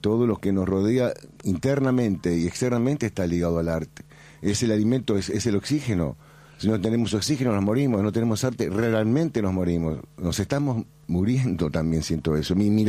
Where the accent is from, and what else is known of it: Buenos Aires, Argentina